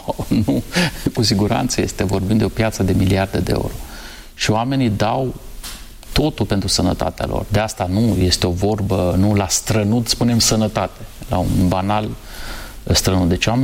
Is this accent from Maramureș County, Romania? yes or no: no; Suceava, Suceava County, Romania; now in Bucharest, Romania; am copilărit în Suceava